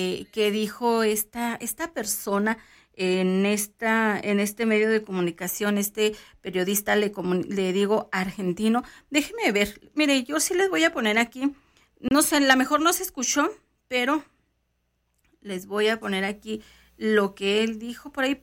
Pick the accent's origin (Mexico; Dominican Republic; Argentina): Mexico